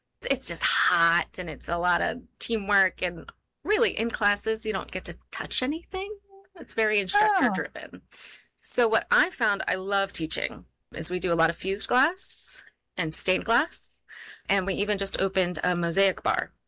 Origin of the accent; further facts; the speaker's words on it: Baldwin, Pennsylvania, United States; Where I grew up was in Baldwin, South Hills.